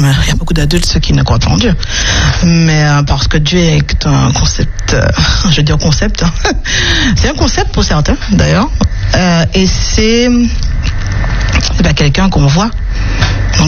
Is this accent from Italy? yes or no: no; Martinique; Je suis une Martiniquaise.